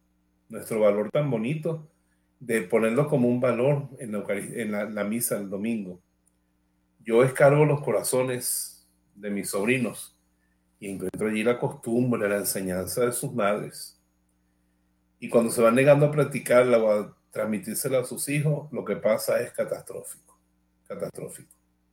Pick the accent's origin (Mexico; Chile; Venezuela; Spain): Venezuela; Bejuma, Carabobo; En Bejuma, que es mi pueblo, hay 4 chances dominicales de ir a misa.